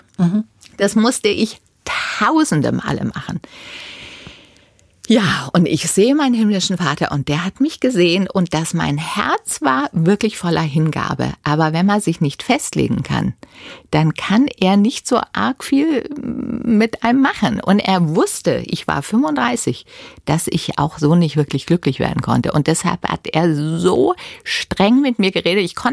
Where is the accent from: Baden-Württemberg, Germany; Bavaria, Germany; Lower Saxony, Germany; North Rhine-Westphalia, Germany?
Bavaria, Germany; da hier ist dieser Schwarze in Nigeria und ich bin in Bayern aufgewachsen und wir haben ähnliche Gedanken gehabt.